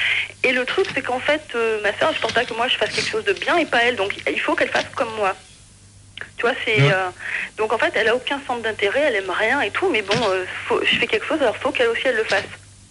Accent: Montpellier, Occitanie, France; Je suis de Montpellier mais j'habite pas à Montpellier en général donc

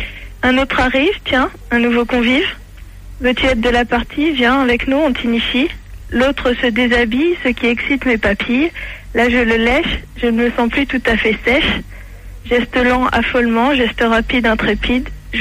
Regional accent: Cannes, Provence-Alpes-Côte d'Azur, France; Bah, Cannes, je t'ai déjà vu d'ailleurs.

